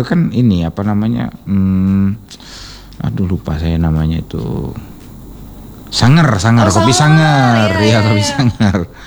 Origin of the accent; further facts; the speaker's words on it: Palembang, South Sumatra, Indonesia; Iya, lahir di Palembang.